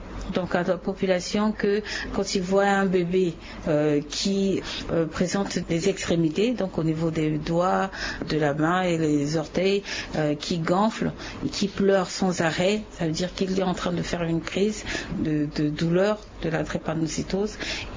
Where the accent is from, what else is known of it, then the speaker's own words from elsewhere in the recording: Central African Republic; la drépanocytose, en fait, chez nous, en Centrafrique, ça ne se guérit pas.